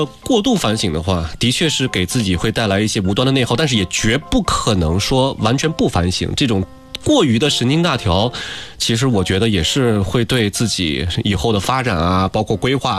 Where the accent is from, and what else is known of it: China